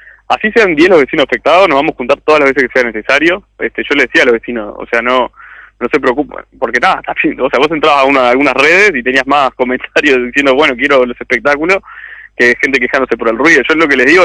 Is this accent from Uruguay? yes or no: yes; Canelones, Uruguay; Yo soy de Costa de Oro